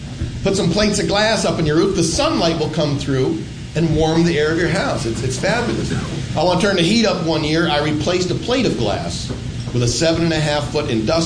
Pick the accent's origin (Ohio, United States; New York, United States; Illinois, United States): New York, United States; New York City; I go, I'm from New York.